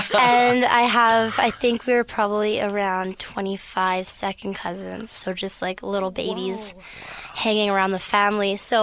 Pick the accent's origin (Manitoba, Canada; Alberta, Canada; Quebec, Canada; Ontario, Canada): Alberta, Canada; Edmonton; growing up in Bonnie Doon, that's the official French quarters